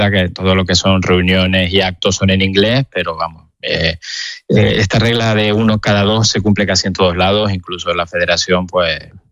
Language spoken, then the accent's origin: Spanish; Canary Islands, Spain; Sí, yo soy de Tenerife.